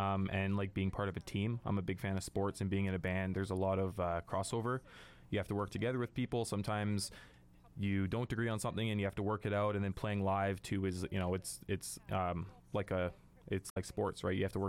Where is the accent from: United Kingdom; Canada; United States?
Canada; Terrace, British Columbia; born there; now in Prince George, Canada; Yeah, I mean, I've been in Prince George for 12 years. I was born in Terrace.